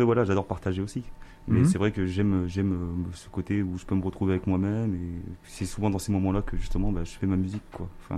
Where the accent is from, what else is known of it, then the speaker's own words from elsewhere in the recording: northern France, France; Moi, je viens du Nord, hein